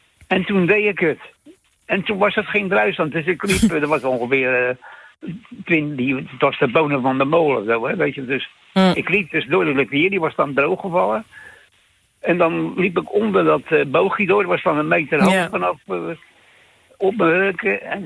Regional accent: Schiedam, South Holland, Netherlands; also born or lived in Hendrik-Ido-Ambacht; Ik ben in Schiedam geboren. Toen gingen we in de oorlog in Hendrik Ido Ambacht wonen. En toen weer terug naar Schiedam, naar de Brandersbuurt. Dat was een volksbuurt. En daar waren ook de branderijen.

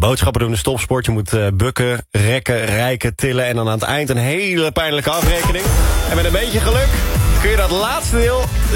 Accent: Vlaardingen, South Holland, Netherlands; Het is heel insider voor mensen uit Rotterdam, maar ik kom uit Vlaardingen. Ja. En iedereen uit Vlaardingen zegt altijd dat ze uit Rotterdam komen.

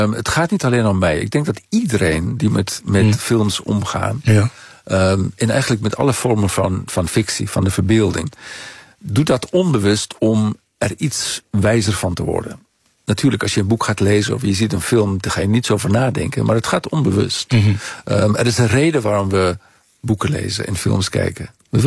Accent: Gauteng, South Africa; moved away; En dat stadje bij Johannesburg waar ik opgroeide

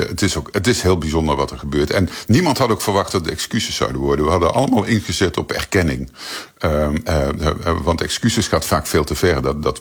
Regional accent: Maastricht, Limburg, Netherlands; born there; Ik kom uit Maastricht en ik ging in die buurt stappen als puber.

